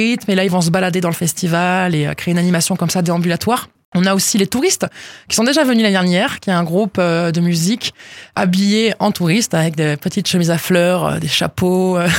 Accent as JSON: {"language": "French", "town": "Salles-sur-Garonne", "region": "Occitanie", "country": "France", "tie": "born or raised there"}